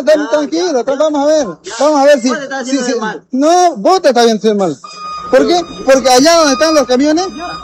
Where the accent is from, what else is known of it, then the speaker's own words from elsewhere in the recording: Villa Paraíso, Bolivia; No, soy de Villa Paraíso. No, yo soy de Villa Paraíso.